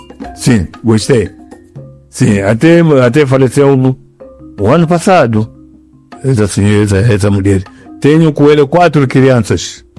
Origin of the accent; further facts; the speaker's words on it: Mozambique; now in Tanzania; Já eu fico como tanzaniano, mas enquanto não, eu sou moçambicano.